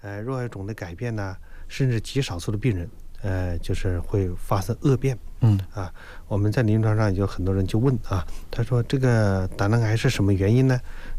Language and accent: Chinese; China; 我们中国人